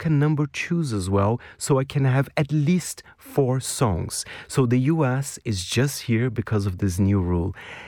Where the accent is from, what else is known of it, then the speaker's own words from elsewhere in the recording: Brazil; Yes, Brazil, my home country. Of course, I'll be cheering for them for the World Cup